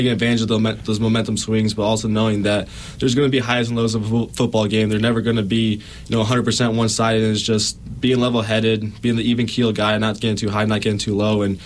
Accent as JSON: {"language": "English", "town": "Muskegon", "region": "Michigan", "country": "United States", "moved": "as an adult", "lives_now": "Virginia, United States", "said": "So I'm from Muskegon, Michigan originally."}